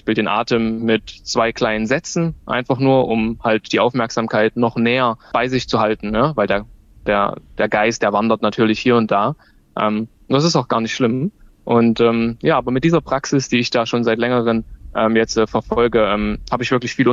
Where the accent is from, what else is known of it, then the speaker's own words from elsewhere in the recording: Erfurt, Thuringia, Germany; moved away as an adult; also born or lived in Leipzig / Hamburg; now in India; Ich komme aus Erfurt, genau, habe dann in Leipzig studiert und in Hamburg auch gearbeitet